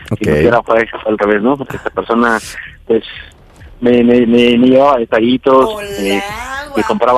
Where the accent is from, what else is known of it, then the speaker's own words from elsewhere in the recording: Naucalpan, State of Mexico, Mexico; Estamos aquí de Naucalpan, tengo 37.